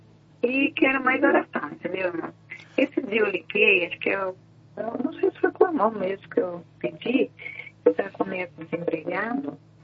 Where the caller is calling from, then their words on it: Brazil; Aí eu venho aqui, né, pra Vila Industrial. E eu acho que desde 2000, irmão. Eu mudei pra cá. Mudei pra cá dia 13 de agosto de 2000.